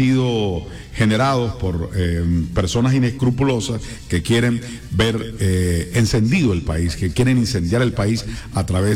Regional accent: Sucre, Colombia; Yo no soy barranquillero, soy sucreño.

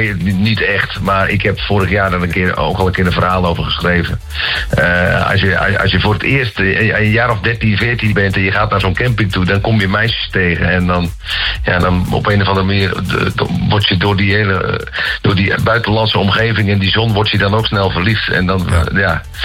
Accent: Volendam, North Holland, Netherlands

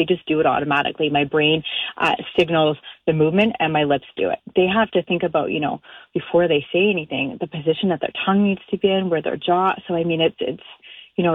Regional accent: England, United Kingdom

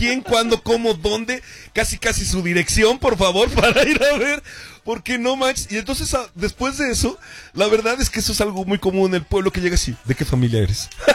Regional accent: Mexico City, Mexico; Pero yo siempre fui chilango. Yo, okay, me vine muy chavito a la ciudad

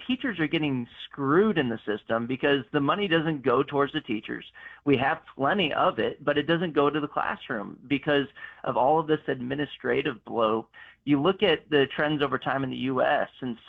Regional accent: Texas, United States; my home state of Texas

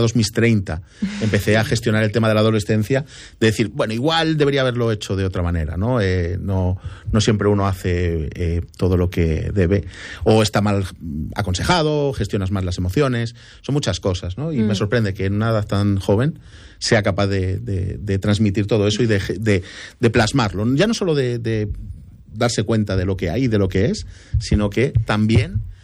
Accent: Barcelona, Catalonia, Spain; Yo nací en Barcelona y en Barcelona solo podía jugar contra mi abuelo o mi padre y muy de vez en cuando.

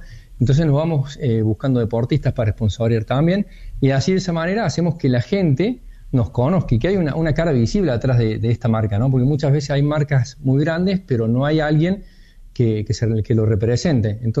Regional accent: Argentina

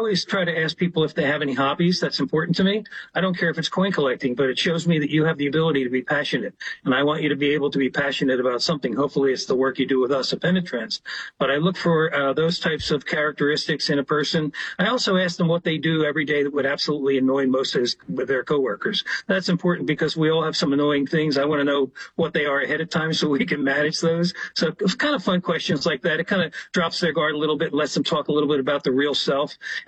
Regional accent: Philadelphia, Pennsylvania, United States; Born and raised in Philadelphia. I am the youngest of three. We're all a year apart, so I am the baby, as they say.

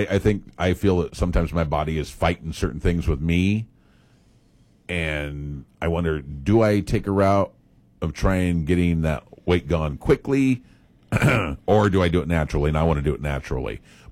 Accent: United States

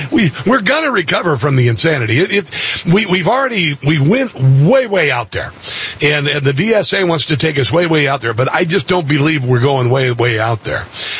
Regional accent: Midwest, United States; I know this because I'm from the Midwest, the heartland.

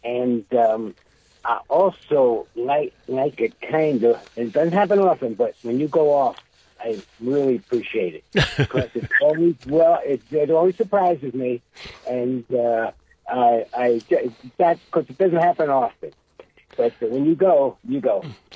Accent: New York, United States; now in Ohio, United States; I'm from New York, and I go way back. I've lived in Ohio a long time

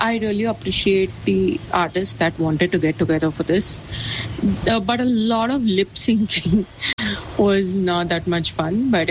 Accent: India; from India

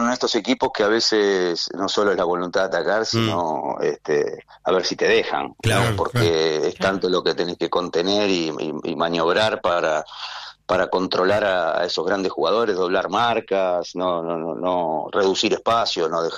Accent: Argentina; somos argentinos

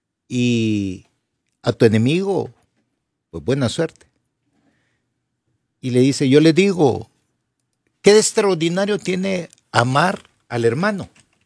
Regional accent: Honduras; nosotros los hondureños. Vengo ahorita del centro de Tegucigalpa

